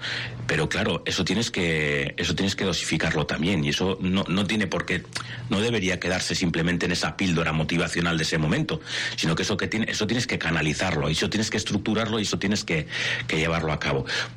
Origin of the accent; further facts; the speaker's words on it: Biscay, Basque Country, Spain; now in Seville, Spain; soy vizcaíno, vivo en Sevilla